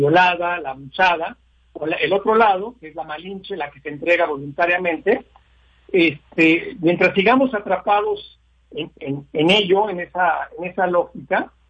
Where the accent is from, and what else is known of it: Mexico